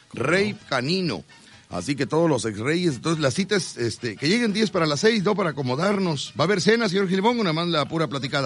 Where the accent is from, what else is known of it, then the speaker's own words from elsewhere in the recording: Mexico; Yo soy mexicano, de acá de este lado, yo soy mexicano. Orgulloso de ser mexicano